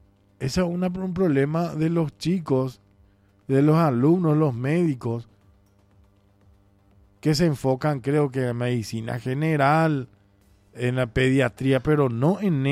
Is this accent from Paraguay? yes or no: yes; Paraguay; Así somos nosotros los paraguayos.